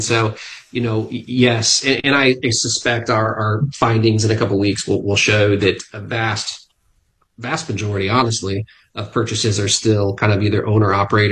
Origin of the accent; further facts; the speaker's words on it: Jacksonville, Illinois, United States; So, yeah, my hometown is in Jacksonville, Illinois.